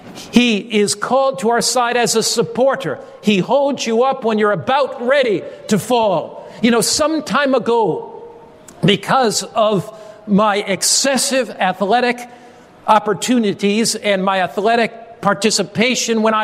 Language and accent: English; New York City, New York, United States; I grew up in New York City